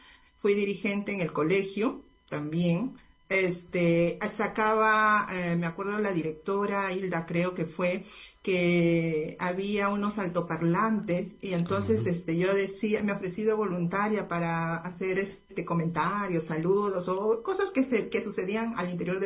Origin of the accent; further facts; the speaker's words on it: Lima, Peru; de Villa El Salvador. Claro, vivo en Villa El Salvador. Mis papás llegaron en sus inicios a Villa El Salvador, sentaron en el tercer sector de Villa El Salvador. Mi primera etapa de estudio fue en el colegio Bolognesi